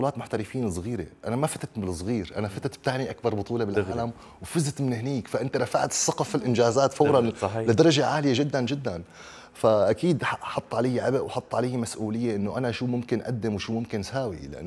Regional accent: Syria; moved away as an adult; now in United Kingdom; إحنا كلاجئين سوريين لما وصلنا على أي بلد أوروبي بتبدأ من الصفر. أنا واحد بدأ من الصفر، يعني لما أبتدي من الصفر لغة ما عندي، الإنجليزي ما بحكي، ووصلنا لبلد غريبة علينا والثقافة تبعها غريبة

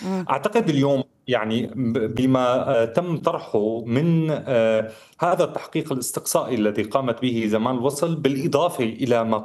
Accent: Syria; نحن ما بنعرف يعني كسوريين

